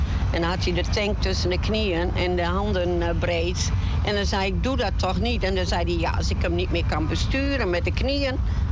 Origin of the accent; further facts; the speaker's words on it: Ruischerbrug, Groningen, Netherlands; En ik kom uit Groningen. Ruisgebrug. Een plaatsje tegen Groningen aan.